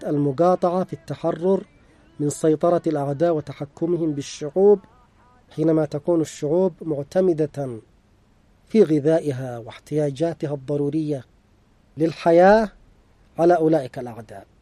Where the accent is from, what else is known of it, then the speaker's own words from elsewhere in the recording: Yemen; عندنا في اليمن